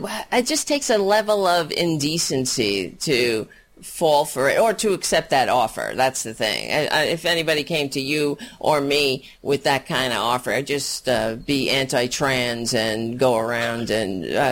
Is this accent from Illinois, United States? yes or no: no; Staten Island, New York, United States; Well, I grew up in New York. Okay, so yes, because I grew up on Staten Island, and they are traitors.